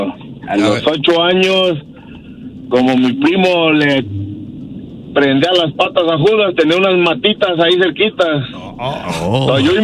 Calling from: Las Vegas, Nevada, United States; Acá mero de Las Vegas.

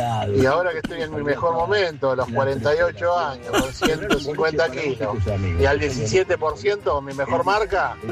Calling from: Benavídez, Buenos Aires Province, Argentina; … de Benavides.

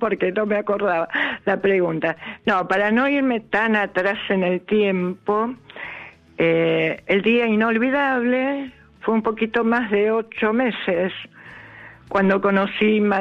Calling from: Haedo, Buenos Aires Province, Argentina

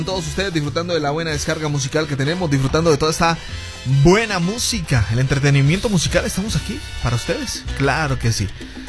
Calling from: Iztapalapa, Mexico City, Mexico; Hola, buenas noches … de Iztapalapa, te mando saludos a todos en cabina, los sabrositos.

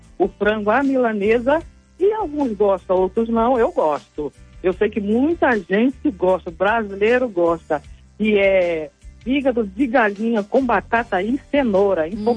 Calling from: Rio de Janeiro, Brazil; Campo Grande mesmo, Estrada Santa Maria.

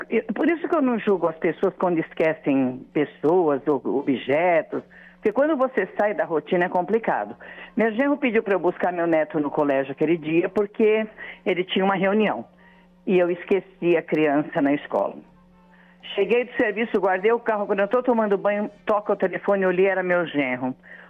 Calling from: São Paulo, Brazil; Eu sou daqui do Rio Franco, São Paulo.

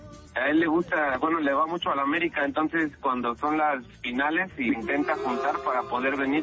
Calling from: Ecatepec, State of Mexico, Mexico; desde allá, desde Catepec

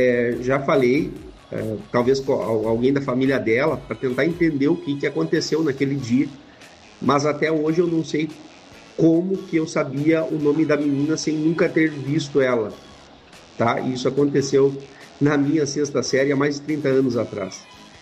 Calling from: Rio Grande do Sul, Brazil; Aqui, falo do Rio Grande do Sul

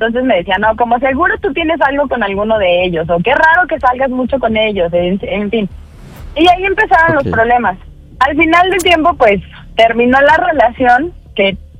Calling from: Mexico City, Mexico; Tengo 30 años y soy de Ciudad de México.

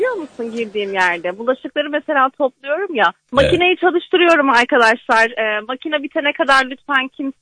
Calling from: Istanbul, Turkey; İstanbul'dan arıyorum, trafikten.

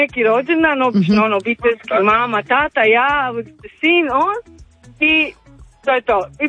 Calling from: Mali Lošinj, Primorje-Gorski Kotar County, Croatia; mi smo inače iz Malog Lošinja i idemo u Split na par dana

